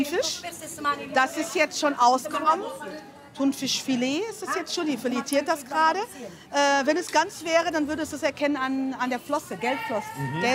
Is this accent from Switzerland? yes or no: no; São Vicente, Cape Verde; German is a second language; São Vicente, ja, meine Heimat.